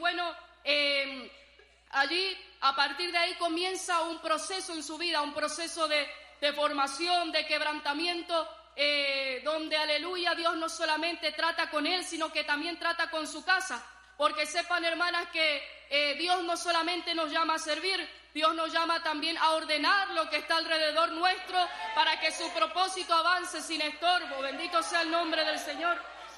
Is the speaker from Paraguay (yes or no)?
yes; Itacurubí de la Cordillera, Cordillera, Paraguay; Soy de Itacurubí, de la cordillera.